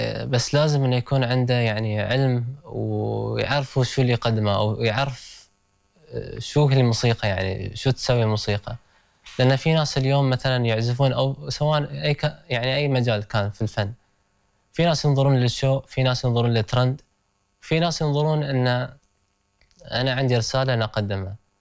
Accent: United Arab Emirates; أنا كإماراتي

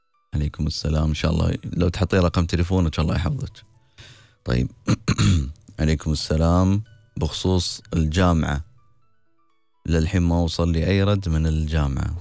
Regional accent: United Arab Emirates; حفظ الله بلادنا الإمارات آمين يا رب

